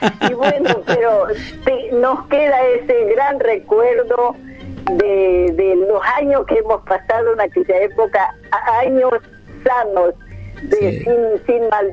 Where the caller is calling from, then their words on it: Lanús, Buenos Aires Province, Argentina; de acá de Lanús.